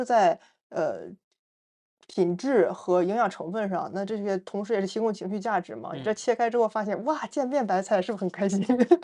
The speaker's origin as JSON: {"language": "Chinese", "town": "Qingdao", "region": "Shandong", "country": "China", "tie": "born or raised there", "said": "因为我是海边长大的嘛，我是青岛人，在海边长大"}